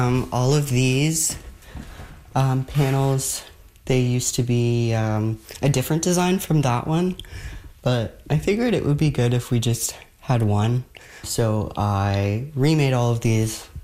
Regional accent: Calgary, Alberta, Canada; also born or lived in Montreal; I'm from Calgary, and I went to school in art history in Montreal, and I just finished my degree this summer, and I'm the current manager of Salvage Fisherman's Museum.

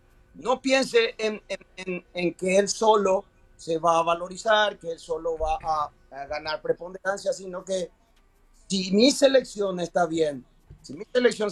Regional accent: Paraguay

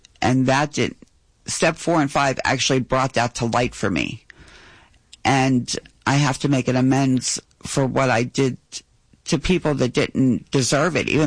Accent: McKees Rocks, Pennsylvania, United States; Even my neighborhood, I'm from McKees Rocks.

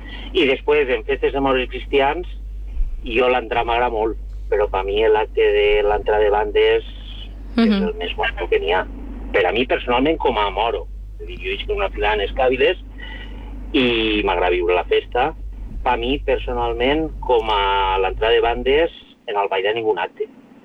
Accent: Albaida, Valencian Community, Spain; I després l'entrada de morts i cristians en Albaida, però home, no és perquè sigui el meu poble

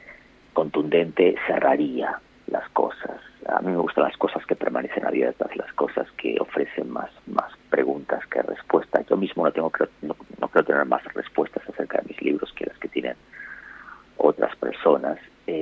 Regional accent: Argentina; moved away; Iba a decir que más allá de que mi acento haya cambiado, que yo lleve hasta altura más tiempo viviendo fuera de Argentina que en el país

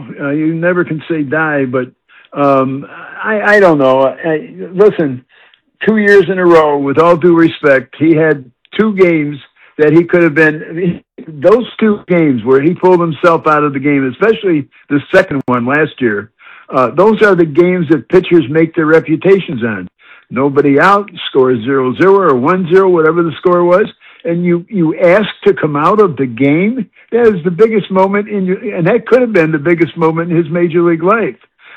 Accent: Chicago, Illinois, United States; And I'm born and raised in Chicago, so I can say that. And in fact, I'm 10 minutes from the ballpark is where I was born.

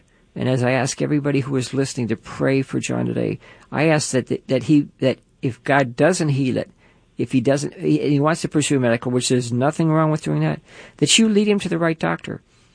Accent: Levittown, New York, United States; now in San Francisco, United States; Perfect. I grew up in Levittown for a while, so.

